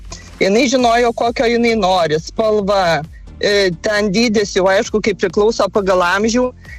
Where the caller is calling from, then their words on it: Alytus County, Lithuania; Mes esam iš Alytaus rajono